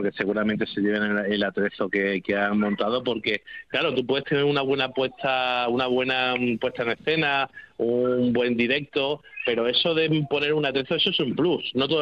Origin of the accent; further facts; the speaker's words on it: Extremadura, Spain; si es que somos más extremeños que la hostia.